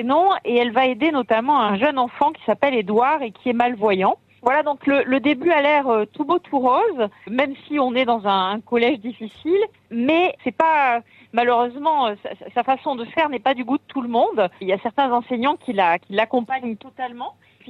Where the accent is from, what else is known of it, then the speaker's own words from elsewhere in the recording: Auvergne-Rhône-Alpes, France; je suis pourtant originaire d'Auvergne, mais une maman passionnée de médecine douce, de chamanisme, etc. Donc voilà, l'origine de mon prénom, mais je suis une pure Auvergnate.